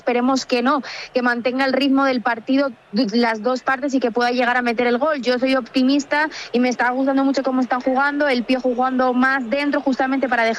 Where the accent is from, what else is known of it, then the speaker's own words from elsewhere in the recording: Asturias, Spain; Porque yo también soy asturiana, entonces también apoyo a Fidalgo.